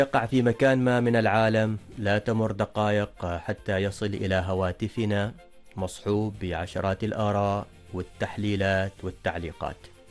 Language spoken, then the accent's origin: Arabic; Oman; بلادنا سلطنة عمان